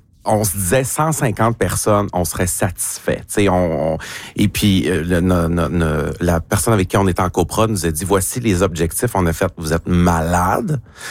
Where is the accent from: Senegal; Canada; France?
Canada; Saint-Méthode, Quebec; accent: Saguenay–Lac-Saint-Jean (bleuets); moved away; je venais de Saint-Méthode au Lac-Saint-Jean, c'est 10 minutes